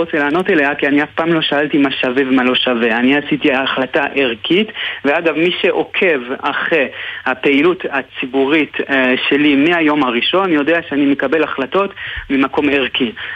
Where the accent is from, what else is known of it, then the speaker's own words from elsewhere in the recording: Montreal, Quebec, Canada; now in Israel; איפה שגדלתי במונטריאול